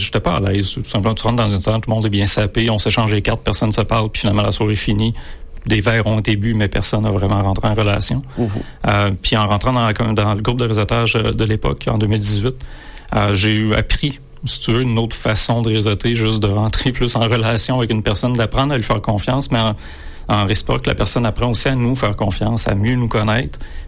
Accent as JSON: {"language": "French", "region": "Quebec", "country": "Canada", "tie": "born or raised there", "also_born_or_lived": "Rimouski / Sept-Îles / Matane", "said": "je suis né à Rimouski, mais je suis resté quelques mois. Après, ça a été Sept-Îles, après Matane, après Québec, après Sainte-Foy dans Québec. Je me promenais un peu partout dans la province, sauf en Gaspésie, étonnamment."}